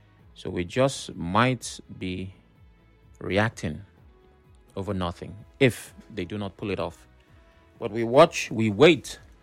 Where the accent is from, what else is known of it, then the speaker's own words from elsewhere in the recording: Nigeria; Please reach out to me so that you can hook me up with adire in the spirit of being Nigerian.